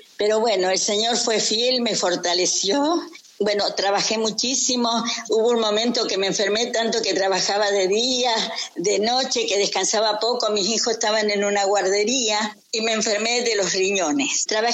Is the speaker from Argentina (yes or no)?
yes; Mendoza, Argentina; born there; moved away as an adult; now in La Plata, Argentina; Yo nací en Mendoza, una provincia de acá de Argentina, y a la edad de como 37 años vine a vivir acá a la ciudad de La Plata.